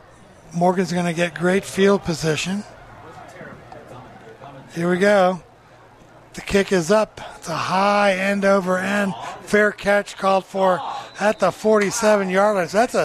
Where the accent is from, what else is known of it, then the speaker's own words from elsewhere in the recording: Germany; accent: German; moved away; With my German accent.